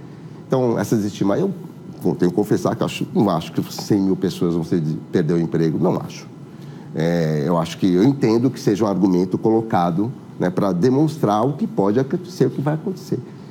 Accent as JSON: {"language": "Portuguese", "country": "Brazil", "said": "nós brasileiros"}